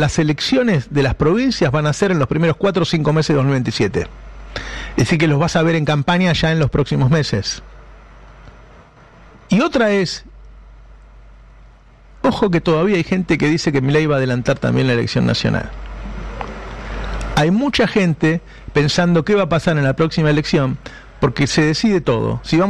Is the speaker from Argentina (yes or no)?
yes; Argentina; tenemos un círculo rojo en Argentina que nos ha convertido en una colonia en Estados Unidos.